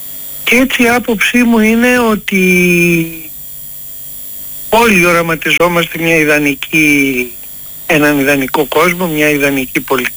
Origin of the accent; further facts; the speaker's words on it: Athens, Attica, Greece; born there; Όχι, εγώ έχω γεννηθεί στην Αθήνα.